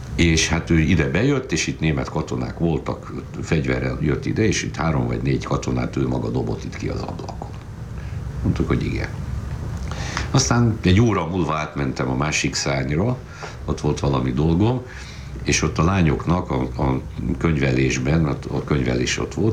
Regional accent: Oradea, Bihor, Romania

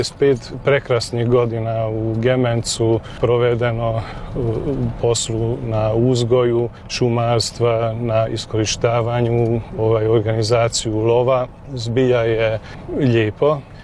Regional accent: Hercegszántó, Bács-Kiskun, Hungary; first language Croatian; moved away; Rođen sam u Santovu, u obiteljskoj kući gdje je moja mama sa 87 godina još uvijek živi u toj obiteljskoj kući.

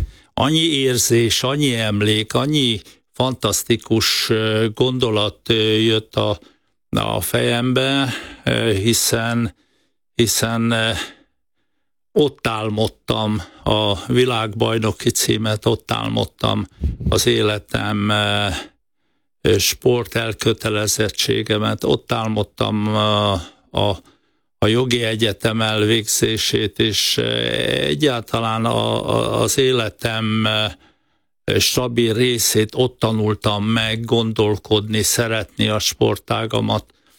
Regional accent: Szombathely, Vas, Hungary; also born or lived in Sárvár; Én vasmegyei vagyok, majdnem 80 éve születtem Sárváron, és 9 éves koromtól Szombathelyen éltem 18 éves koromig.

